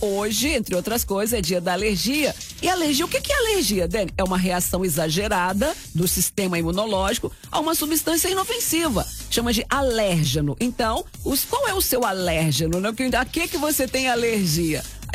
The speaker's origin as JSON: {"language": "Portuguese", "town": "Guarapari", "region": "Espírito Santo", "country": "Brazil", "said": "Eu sou de Guarapari, então a gente tem muito comércio, né, na praia, assim, é restaurante, é quiosque, é venda ambulante e tal."}